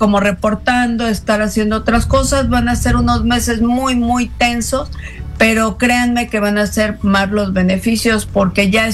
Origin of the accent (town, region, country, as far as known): Mexico